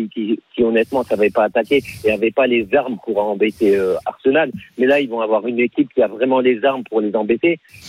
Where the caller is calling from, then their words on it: Lille, Hauts-de-France, France; Je suis lillois.